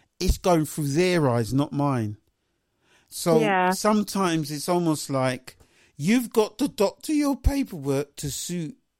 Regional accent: Ireland; I'm Irish

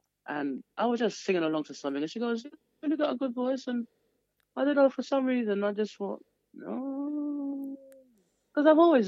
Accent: London, United Kingdom; also born or lived in Trinidad and Tobago; I was born in Tottenham. I spent the first 8 years, 9 years in Trinidad and Tobago and came back to Northwest London.

